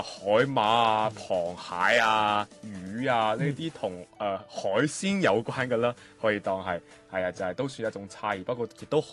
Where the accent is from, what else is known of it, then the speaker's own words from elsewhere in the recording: Macau; 就系我身为一个澳门人，我喺澳门生活咗十八年，我都系亲眼所见嘅